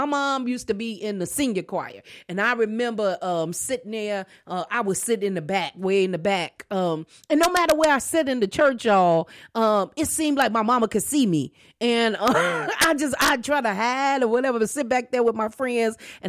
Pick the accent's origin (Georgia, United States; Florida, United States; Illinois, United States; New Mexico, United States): Illinois, United States; Chicago; and then our church that I grew up in Chicago, we had an afternoon broadcast